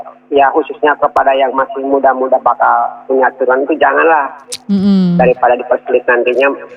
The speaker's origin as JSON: {"language": "Indonesian", "region": "Central Java", "country": "Indonesia", "tie": "born there", "also_born_or_lived": "Jakarta", "said": "kampung lahiranku kan di sini Jawa Tengah."}